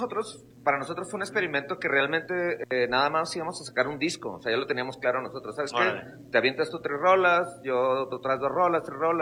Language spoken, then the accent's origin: Spanish; Mexico; yo siempre me cuestioné muchas veces de que por qué no teníamos un sonido que nos representara como mexicanos